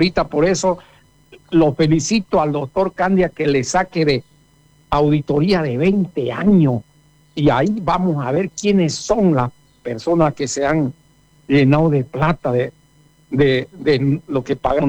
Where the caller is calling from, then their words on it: Montero, Santa Cruz, Bolivia; a mi pueblo hermoso de Montero